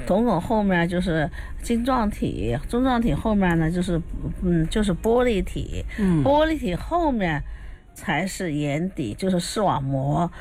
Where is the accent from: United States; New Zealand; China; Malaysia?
China; 我们中国人